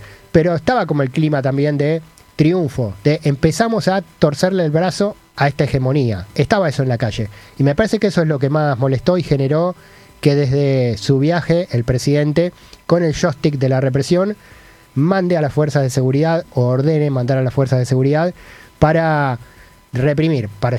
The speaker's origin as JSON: {"language": "Spanish", "country": "Argentina"}